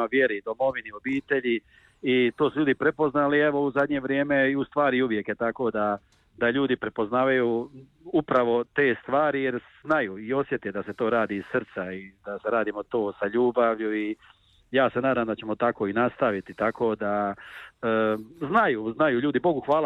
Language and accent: Croatian; Kotor Varoš, Republika Srpska, Bosnia & Herzegovina; Ja sam inače rodom iz Kotor Varoša, jednog lijepog mjesta, svetišta našeg Blažene Djevice Marije Sokolina